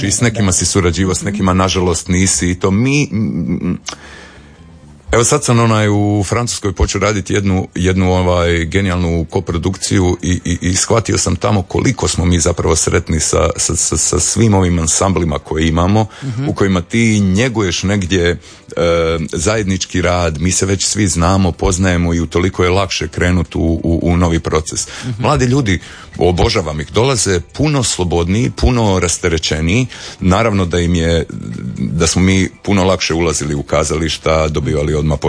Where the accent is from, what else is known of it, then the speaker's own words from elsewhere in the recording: Croatia; Ja sam jedini iz Hrvatske